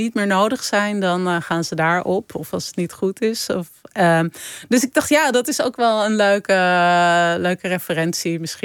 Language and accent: Dutch; Amsterdam, North Holland, Netherlands; ik heb er als Amsterdammer natuurlijk grote moeite mee. Ik vind het heel moeilijk om in dezelfde buurt te wonen waar ik opgroei.